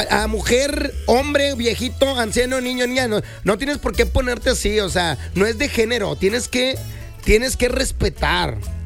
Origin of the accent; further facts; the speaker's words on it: San Nicolás, Nuevo León, Mexico; born there; yo soy mexicano, güey, nací aquí en San Nicolás, menso.